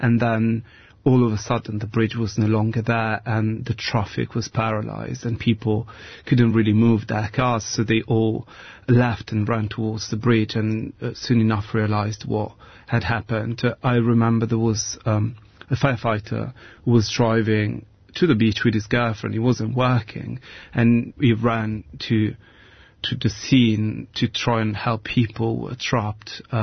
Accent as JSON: {"language": "English", "town": "Genoa", "region": "Liguria", "country": "Italy", "said": "I was there because, as you said, I'm originally from Genoa, and I was visiting my family because it was a public holiday."}